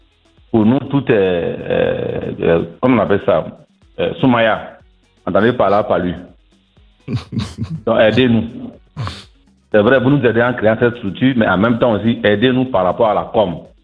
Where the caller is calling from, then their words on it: Côte d’Ivoire; Nous, on vient du Nord.